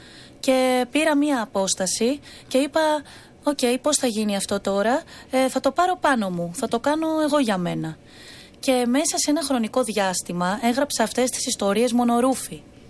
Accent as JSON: {"language": "Greek", "town": "Thessaloniki", "region": "Central Macedonia", "country": "Greece", "said": "Μετά σπούδασα θέατρο στη θεάτρου στη Θεσσαλονίκη. Είμαι από τη Θεσσαλονίκη."}